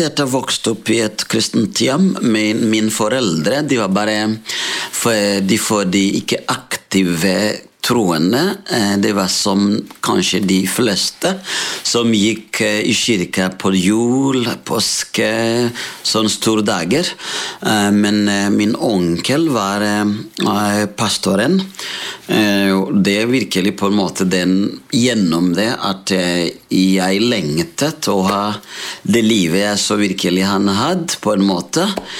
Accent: Burundi; Norwegian is a second language; now in Molde, Norway; Jeg kommer opprinnelig fra Burundi, men når folk spør meg sånn, jeg pleier å si at vi alle sammen er fra himmelen først og fremst, så gjennom Burundi da, da kom jeg til verden, fordi mine foreldre var fra Burundi.

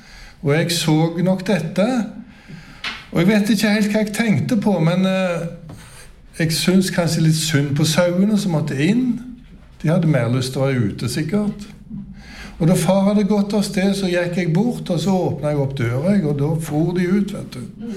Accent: Tysvær, Rogaland, Norway; så växte jag upp på en gård bort i Tysvær som ligger 3 mil ifrån Haugesund. Där hade jag min barndomshem. Och jag var faktiskt odelsgutt hemma på gården också. Men jag blev aldrig någon bonde.

